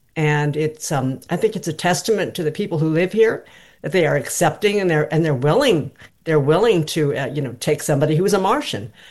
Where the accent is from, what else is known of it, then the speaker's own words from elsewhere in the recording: San Diego, California, United States; also born or lived in Hawaii; now in Maine, United States; I grew up in San Diego. And then I moved to Hawaii after I got married.